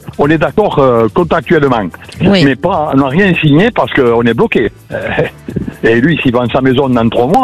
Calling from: Occitanie, France; Je vous appelle de l'Occitanie.

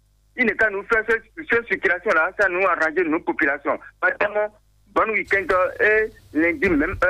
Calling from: Bonou, Ouémé, Benin; Nous, les populations des villageois d'Agbomaran

